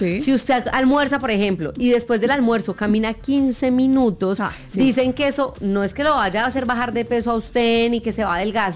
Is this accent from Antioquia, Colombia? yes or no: no; Manizales, Caldas, Colombia; now in Bogotá, Colombia; en Manizales es muy chiquito. Sí. Yo soy de Manizales.